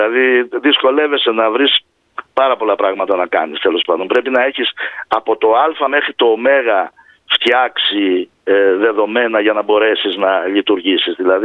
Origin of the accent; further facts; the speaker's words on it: Athens, Attica, Greece; also born or lived in Rethymno; εκεί μεγάλωσα δηλαδή, όταν ήρθαμε από το Ρέθυμνο, εκεί μεγάλωσα και έζησα